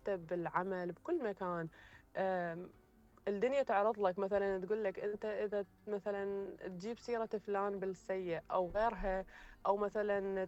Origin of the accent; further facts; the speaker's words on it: Iraq; ويعني مو مثل عندنا في العراق.